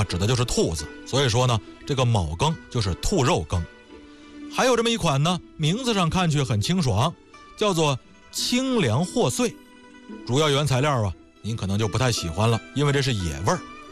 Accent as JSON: {"language": "Chinese", "town": "Tangshan", "region": "Hebei", "country": "China", "tie": "born or raised there", "moved": "yes", "said": "我们老家唐山"}